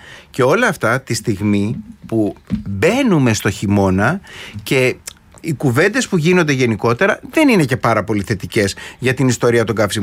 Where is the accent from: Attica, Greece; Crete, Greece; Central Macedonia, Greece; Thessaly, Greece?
Attica, Greece; Koropi; born there; Εντάξει, εγώ έχουμε οικολόγηση και γεννηθεί στο Κοροπή.